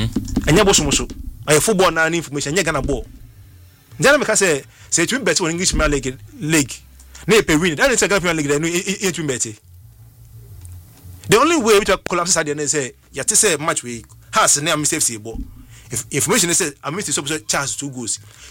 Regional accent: Yemen; English is a second language; Then because I'm from Yemen, you know, my AF in time for him, the Moka.

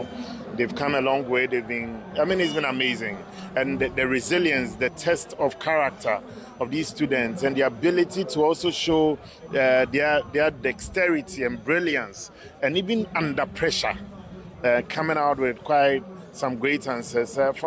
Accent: Accra, Greater Accra, Ghana; but I'm from the Accra Accra.

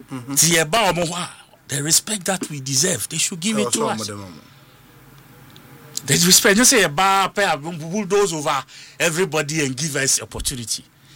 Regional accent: Adenta, Greater Accra, Ghana; I was from Adenta, and of course, supervising elections, you know, when he won.

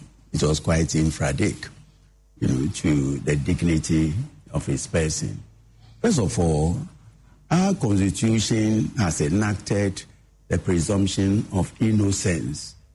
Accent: Ghana; There are certain things that, as a Ghanaian, I think we shouldn't make, you know, heavy weather off.

